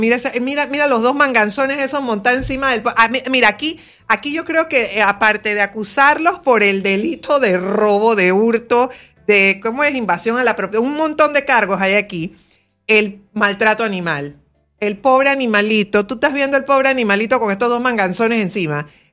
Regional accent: Panama City, Panamá, Panama; siendo panameña, siendo capitalina, habiendo crecido con la cultura canalera

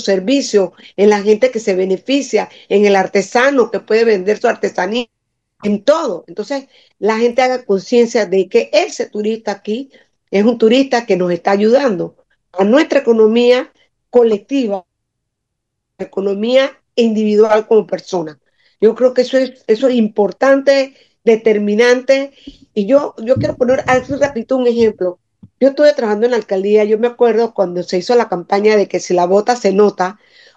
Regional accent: Panama; nosotros mismos como panameños

